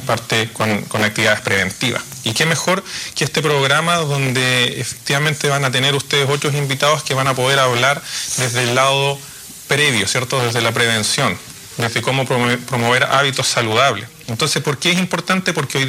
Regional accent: Valdivia, Los Ríos, Chile; also born or lived in Santiago; nacido y criado en Valdivia, estuve perdido en Santiago por trabajo de mi papá un par de años, pero retomamos y volvimos a Valdivia. Valdivia es una ciudad demasiado hermosa como para poder dejarla ir.

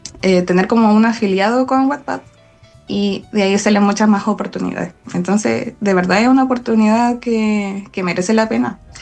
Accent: Chile; ahora todavía estoy feliz porque me lee gente de Chile y yo como, ¡ah, soy querida en mi país!

